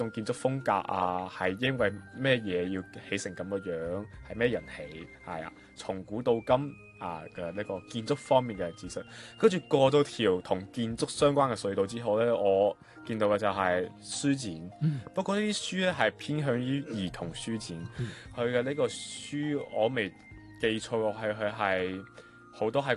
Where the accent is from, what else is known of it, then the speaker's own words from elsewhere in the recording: Macau; moved away as an adult; now in Guangzhou, China; Hello 啊，各位，